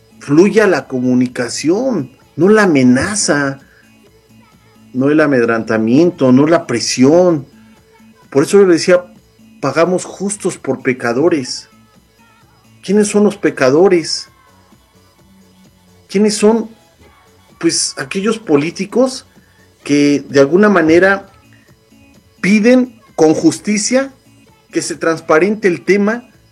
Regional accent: Mexico; now in United States; los mexicanos que hemos sido expulsados de nuestro propio país

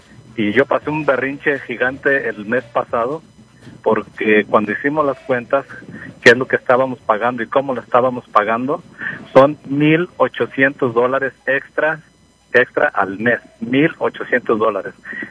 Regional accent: Jalisco, Mexico; Atotonilco en Jalisco, ahí que está cerquita de mi pueblo

